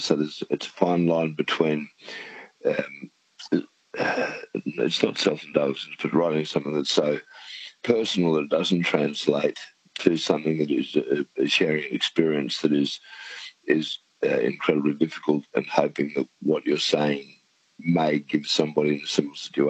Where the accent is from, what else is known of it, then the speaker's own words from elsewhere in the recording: Stanthorpe, Queensland, Australia; I was born in the Stanthorpe Hospital in 1964, and that was a privilege, because it was a small regional hospital, and I still live on the family property, 38 km west of us, southwest of Stanthorpe off the Granite Belt